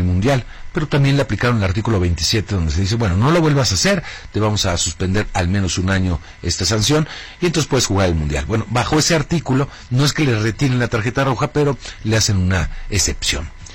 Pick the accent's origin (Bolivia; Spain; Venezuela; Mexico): Mexico; Yo me atrevo a decir, insisto, a ver, soy mexicano y estoy involucrado